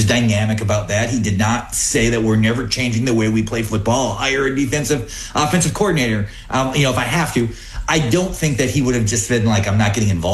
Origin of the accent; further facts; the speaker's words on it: North Dakota, United States; I grew up in North Dakota